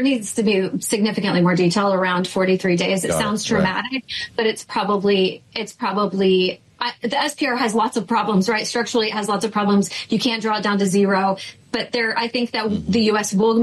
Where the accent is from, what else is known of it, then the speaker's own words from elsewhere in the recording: United States; as an American